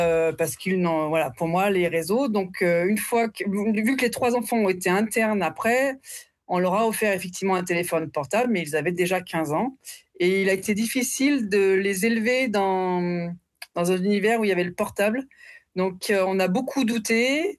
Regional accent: France; chez nous en France

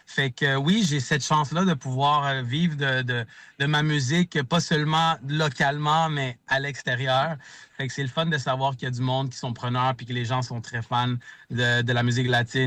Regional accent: Quebec, Canada; accent: Québécois; also born or lived in Honduras / Puerto Rico; parce que je suis au Québec depuis très longtemps. Tu peux l'entendre dans mon accent québécois que je suis très, très, très intégré à la culture. Mais je suis aussi très fier de mes racines latines.

